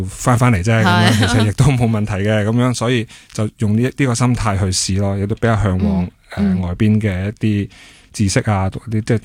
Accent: Zhongshan, Guangdong, China; first language Cantonese; moved away as an adult; now in Hong Kong; 我本身喺自细喺中山啦长大啦，跟住自细都系睇住香港电视长大嘅，好似《闪战传真机》啊，跟住430穿梭机啊咁样。

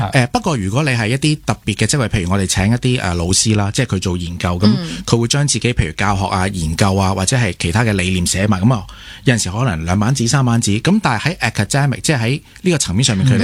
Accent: Hong Kong; 即是本我们香港人的

